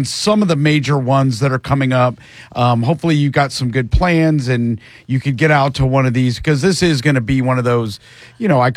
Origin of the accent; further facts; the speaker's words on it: Marietta, Georgia, United States; I grew up in Marietta